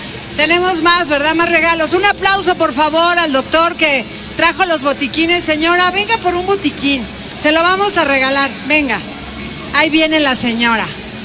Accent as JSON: {"language": "Spanish", "region": "Puebla", "country": "Mexico", "said": "Así somos los poblanos."}